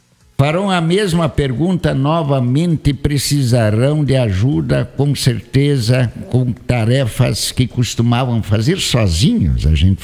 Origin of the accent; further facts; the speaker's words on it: Iporã, Paraná, Brazil; born or raised there